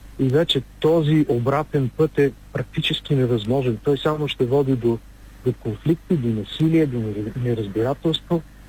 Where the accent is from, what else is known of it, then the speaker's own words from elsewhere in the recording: Plovdiv Province, Bulgaria; в моя роден град